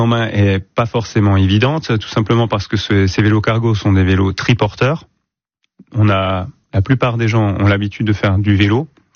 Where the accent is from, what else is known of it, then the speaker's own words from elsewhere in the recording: Sélestat, Grand Est, France; J'ai grandi moi-même à Célestat